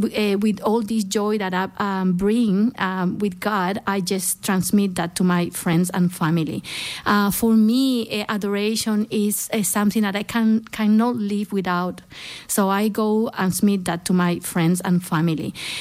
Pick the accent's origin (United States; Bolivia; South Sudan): Bolivia; Santa Cruz; now in Australia; I'm from Santa Cruz, Bolivia, very far from Australia.